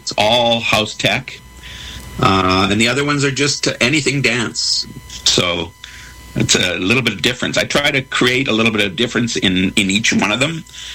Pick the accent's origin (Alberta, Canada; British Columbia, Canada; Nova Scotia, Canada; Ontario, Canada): Alberta, Canada; Calgary; I'm a native Calgarian.